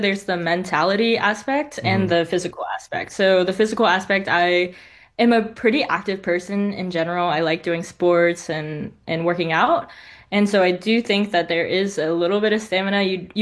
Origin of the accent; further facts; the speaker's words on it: Raleigh, North Carolina, United States; I am from Raleigh, North Carolina, and I was asking all my friends around in the area and family if they know any big hills